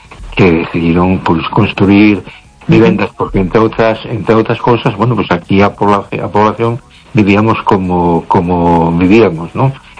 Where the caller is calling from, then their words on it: A Coruña, Galicia, Spain; Buenas noches. … de Coruña. ¿Qué tal estamos?